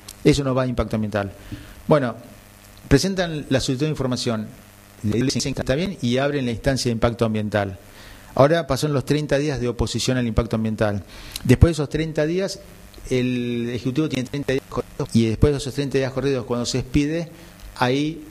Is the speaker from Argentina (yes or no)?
yes; Boulogne Sur Mer, Buenos Aires Province, Argentina; nosotros somos de Boulogne